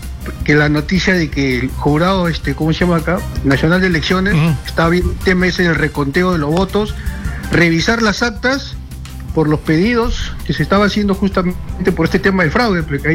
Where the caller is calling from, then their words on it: Lima, Peru; acá también en Lima